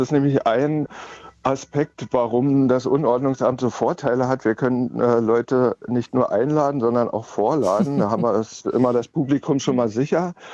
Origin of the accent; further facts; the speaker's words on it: Kalbe, Saxony-Anhalt, Germany; ich komme aus Kalbe und ich fühle mich hier ziemlich wohl, obwohl es auch Phasen gab, wo ich nach Berlin wollte, als junger Punk damals, so mit 18, 20.